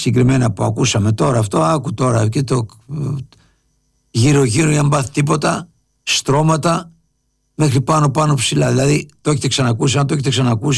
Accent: Lefkada, Ionian Islands, Greece; είμαι από τη Λευκάδα εγώ και ξέρω για το Σίβρο

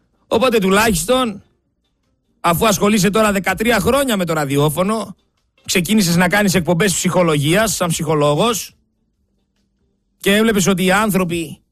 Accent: Greece; Εγώ σας λέω, ούτε δεξιός είμαι, ούτε αριστερός. Εγώ είμαι Έλληνας φορολογούμενος που ξέρω ότι καθημερινά με λαιλατούν, με φτωχοποιούν και με διώχνουνε στο εξωτερικό.

